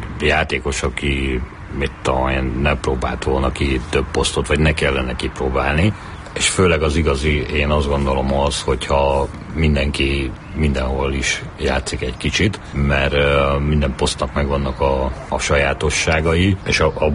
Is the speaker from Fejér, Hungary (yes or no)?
no; Bogád, Baranya, Hungary; egy Pécs mellett egy faluban nőttem fel, Bogádon, ahol koriban szerintem ilyen 900 környékén most is talán ezren haladnak a faluba, tehát egy kis falu.